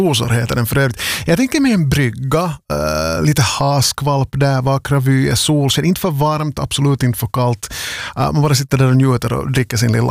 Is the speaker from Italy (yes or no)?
no; Vaasa, Ostrobothnia, Finland; Eftersom jag nu också sänder från Vasa. Jag är Vasabo, jag bott här hela livet.